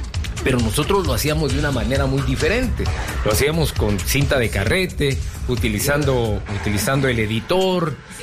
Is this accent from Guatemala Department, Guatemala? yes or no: no; Quetzaltenango, Guatemala